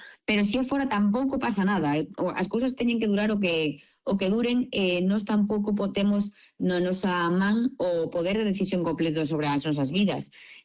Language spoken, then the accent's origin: Galician; Vigo, Galicia, Spain; Pois, mira, aproveitando que son de Vigo, vou pedir